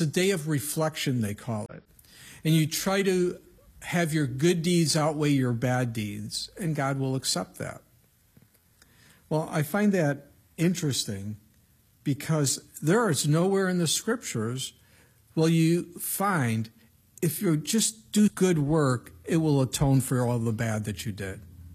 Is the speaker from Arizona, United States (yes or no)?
no; Missouri, United States; I'm like from Missouri, the show me state.